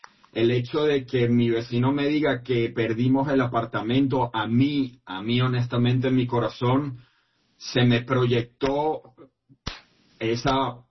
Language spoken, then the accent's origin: Spanish; Playa Grande, La Guaira, Venezuela; moved away as an adult; now in Puerto Rico; yo crecí y viví gran parte de mi vida en Playa Grande, que ha sido una de las zonas más afectadas de estos dos sismos simultáneos en Venezuela. Yo actualmente vivo en Puerto Rico, pero en Venezuela tenía mi apartamento, mis amistades